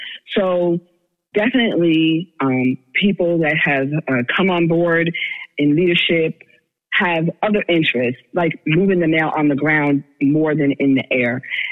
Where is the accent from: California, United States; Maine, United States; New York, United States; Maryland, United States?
New York, United States; now in Virginia Beach, United States; I'm born and raised in New York, but I'm here in Virginia now.